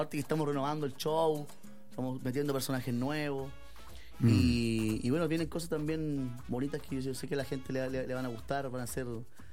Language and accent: Spanish; Lota, Biobío, Chile; now in Santiago, Chile; Partimos en Lota, mi mamá vive en Coronel y yo vivo en Santiago, pero vengo siempre para acá.